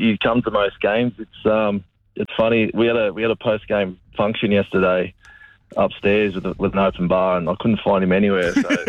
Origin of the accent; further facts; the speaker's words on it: Newcastle, New South Wales, Australia; also born or lived in Manly; I grew up in Newcastle. So, yeah, I was born in Manly, and then when I was two, we moved up to Newcastle. So I spent most of my life there.